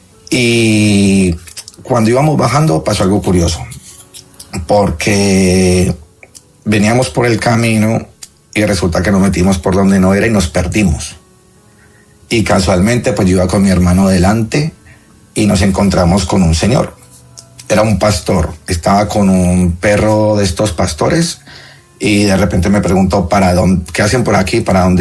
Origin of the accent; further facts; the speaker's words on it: Pereira, Risaralda, Colombia; now in Spain; yo soy de Pereira y llevo aquí 25 años.